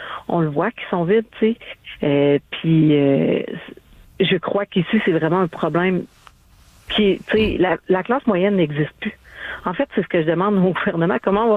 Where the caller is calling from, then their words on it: Lévis, Quebec, Canada; Là, moi, je suis à Lévis